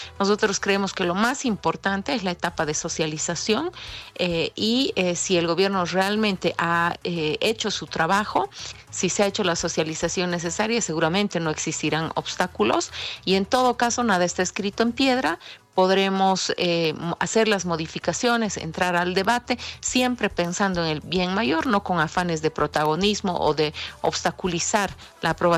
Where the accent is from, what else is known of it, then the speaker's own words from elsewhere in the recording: Bolivia; todos somos bolivianos